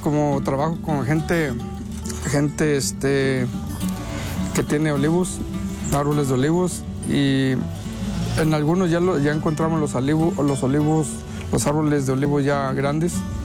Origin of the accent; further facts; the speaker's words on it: Los Haro, Zacatecas, Mexico; now in United States; Yo soy originario de Los Haro, Jerez, Zacatecas. Vengo de Los Haros, mis papás me trajeron en 1996.